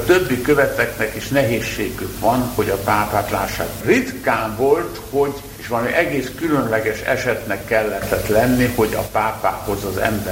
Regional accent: Hungary; moved away; én a magyar vagyok

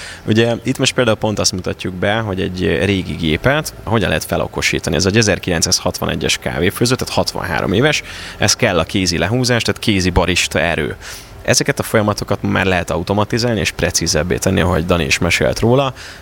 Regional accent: Ajka, Veszprém County, Hungary; Én például Ajkáról származom, ez egy bányászváros.

